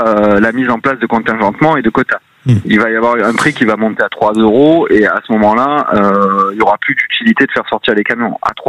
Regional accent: Roubaix, Hauts-de-France, France; born there; Je suis né à Roubaix et j'ai grandi avec Paris-Roubaix.

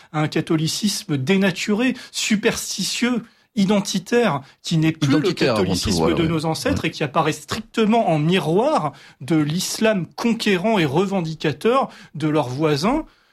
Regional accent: France

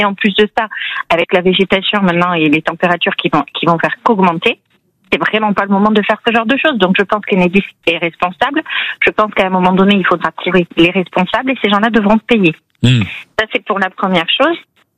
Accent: Pau, Nouvelle-Aquitaine, France; moi je suis de Pau et actuellement je suis au Pays Basque

